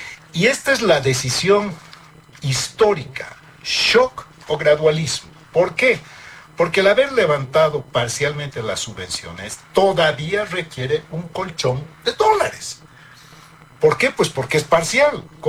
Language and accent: Spanish; Bolivia